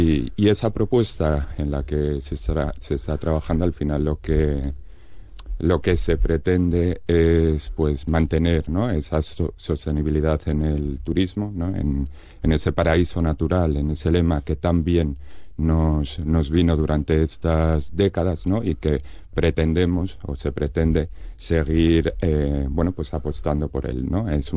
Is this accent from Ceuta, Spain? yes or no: no; Llanes, Asturias, Spain; Yo que soy de Llanes, ¿no?, entonces conozco muy bien la presión